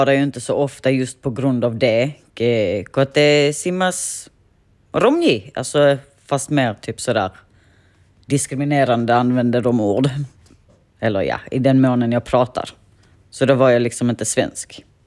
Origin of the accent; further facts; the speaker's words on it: Sweden; Jag är lika mycket romji som jag är lika mycket svensk